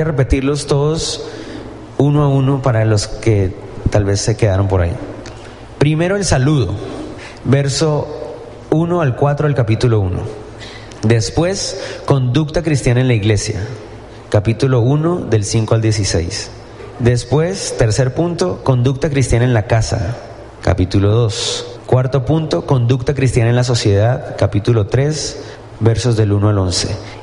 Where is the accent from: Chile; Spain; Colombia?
Colombia